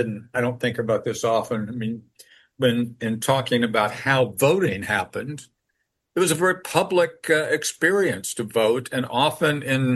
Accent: Wyoming, United States; born there; And on this same theme, I was born in Wyoming

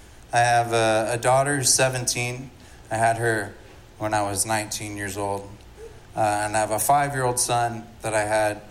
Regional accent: Poteau, Oklahoma, United States; I'm from Poto

